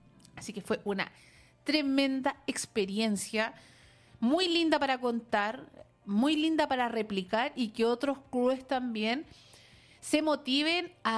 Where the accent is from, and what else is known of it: Isla de Maipo, Santiago Metropolitan Region, Chile